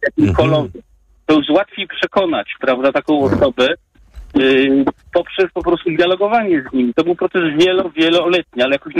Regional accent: Wrocław, Lower Silesian Voivodeship, Poland; born there; moved away as an adult; now in near Wrocław, Poland; Ja przedstawiłem się państwu jako osoba z Podwrocławia, ale jestem z urodzenia wrocławianinem, uciekłem z tej metropolii właśnie do mniejszego, do tak zwanego Warzanka

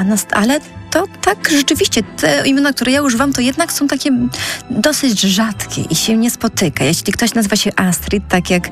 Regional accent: Podlaskie Voivodeship, Poland; Bo ja pochodzę z bardzo małego miasteczka pod tak naprawdę pod Łomżą i mi zawsze jakoś było bliżej do tych małych miasteczek niż do tych większych miast

